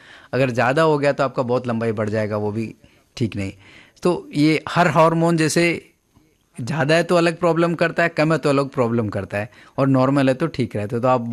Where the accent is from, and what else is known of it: Rajasthan, India